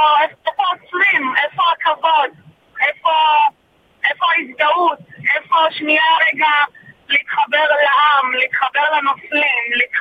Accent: Jerusalem, Jerusalem District, Israel; אני ירושלמית

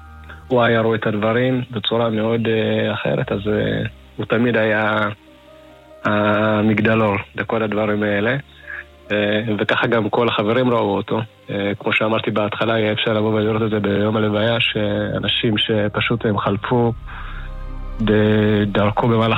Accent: Haifa, Haifa District, Israel; born there; also born or lived in Ethiopia; גדלנו ביחד עוד באתיופיה עוד לפני עלייה. עלינו גם ביחד וגדלנו גם באותו אתר הקרבנים בחיפה, איפה שסמי עופר היום.

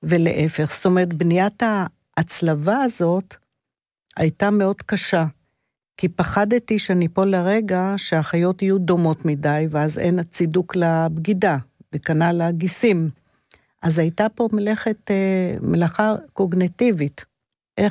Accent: Holon, Tel Aviv District, Israel; בחולון, באחת השכונות של חולון הישנה.

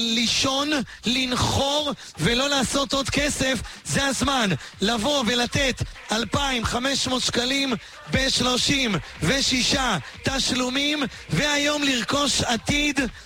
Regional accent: Bat Yam, Tel Aviv District, Israel; born there; הגעתי היום לכאן לעיר הולדתי, העיר בת ים

